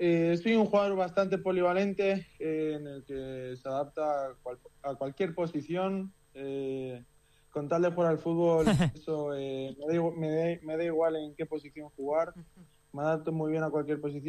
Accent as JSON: {"language": "Spanish", "town": "Torrevieja", "region": "Valencian Community", "country": "Spain", "tie": "born or raised there", "said": "y nací acá. Y bueno, como mis padres se buscaron el trabajo acá en España, y ahí caí yo. Y nada, y me crié acá en Torrevieja."}